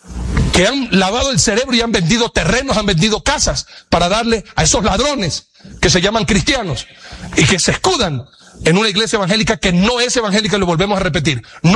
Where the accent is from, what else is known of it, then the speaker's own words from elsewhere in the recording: Ecuador; Y yo como ecuatoriano estoy denunciando eso.